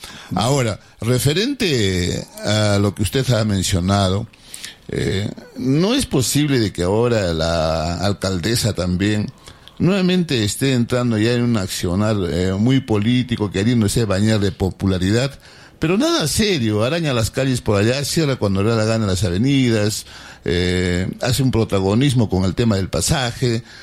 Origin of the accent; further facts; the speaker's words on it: Arequipa, Peru; nosotros, como ciudadanos arequipeños